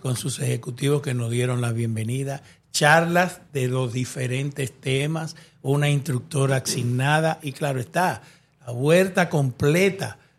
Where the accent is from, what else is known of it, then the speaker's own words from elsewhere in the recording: Santo Domingo, Dominican Republic; Soy de Santo Domingo.